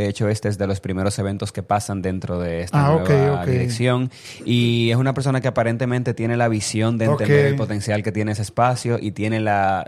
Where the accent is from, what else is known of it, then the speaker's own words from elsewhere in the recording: Villa Mella, Santo Domingo, Dominican Republic; en Villamella ayer, en mi tierra natal, mi querida Villamella.